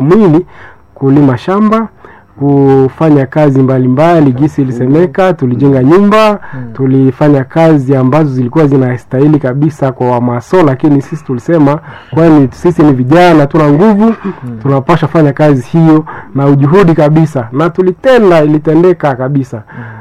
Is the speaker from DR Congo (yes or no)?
yes; Butembo, North Kivu, DR Congo; Mimi binafsi nilitoka hapa kwetu Butembo Kitatumba, nilikuwa parosi Kitatumba